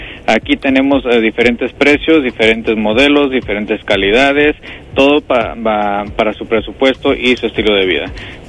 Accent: Jalisco, Mexico; now in Sioux City, United States; Así somos los de Jalisco

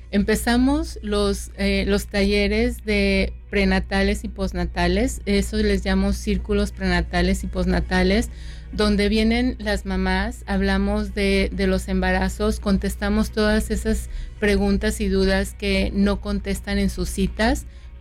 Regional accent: San Luis Potosí, Mexico; now in United States; Yo soy inmigrante, soy de San Luis Potosí, México.

